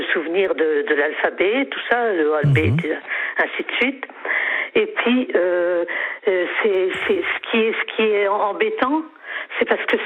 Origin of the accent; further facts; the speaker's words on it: Grand Est, France; now in Calais, France; Je suis originaire de Lorraine.